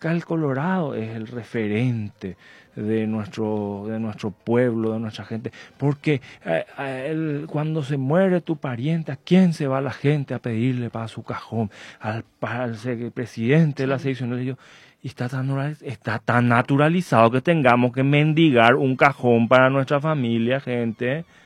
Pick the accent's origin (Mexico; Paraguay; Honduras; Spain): Paraguay